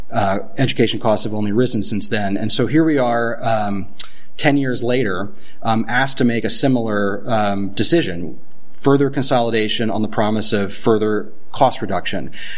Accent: New Jersey, United States; now in Vermont, United States; the place where I grew up in New Jersey had a farm near where my folks live

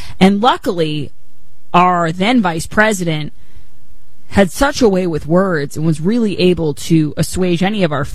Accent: California, United States; and we're both from California.

